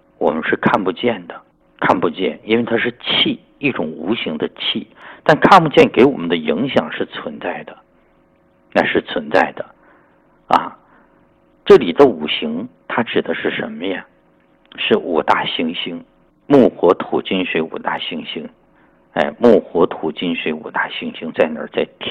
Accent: Yunnan, China; 我们云南人

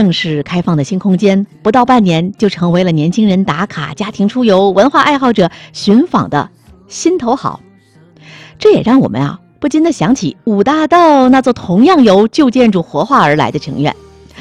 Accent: Tianjin, China; 作为我们土生土长的天津人

